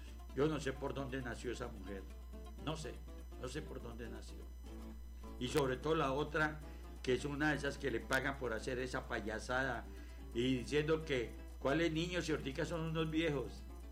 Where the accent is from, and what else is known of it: Colombia